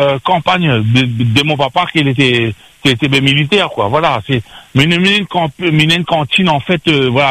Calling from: Cilaos, Réunion; moi, je suis à Sillaos.

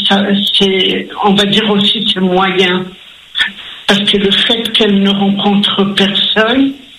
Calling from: Paris, Île-de-France, France; De Paris.

